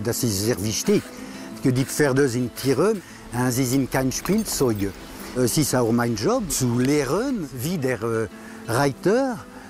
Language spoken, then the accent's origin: German; France; moved away; ich bin Franzose